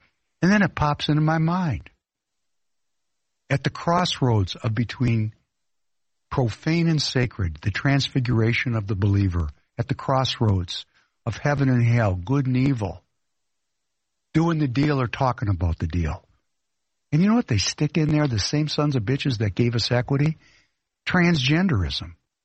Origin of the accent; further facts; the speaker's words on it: Ukraine; first language Russian; English is a second language; moved away; because I am from the Ukraine, and the first language in my home was Russian, and the second language in my home was Yiddish, and then Hebrew, and then English.